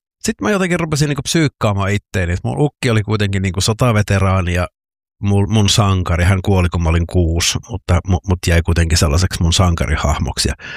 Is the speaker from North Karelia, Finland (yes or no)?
yes; Joensuu, North Karelia, Finland; minähän olen siis Joensuusta kotoisin ja siellä elin lukion loppuun